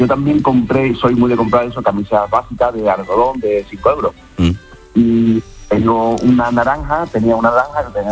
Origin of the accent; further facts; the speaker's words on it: Matalascaña, Andalusia, Spain; Sí. Yo soy de Latino. De Matalascaña.